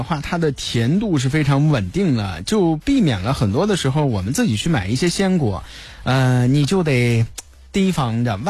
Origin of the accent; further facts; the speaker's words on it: Qingdao, Shandong, China; 咱们青岛人